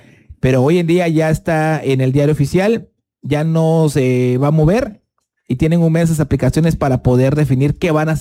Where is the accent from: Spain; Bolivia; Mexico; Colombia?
Mexico